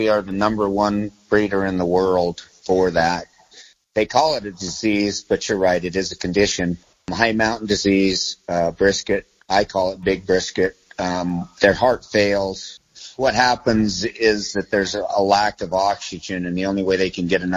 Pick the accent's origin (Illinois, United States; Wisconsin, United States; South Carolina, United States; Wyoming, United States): Wyoming, United States; Boulder; Boulder, Wyoming. That's where the family ranch. We are in the coldest place in the United States, so we moved into a place which made our winters a little easier.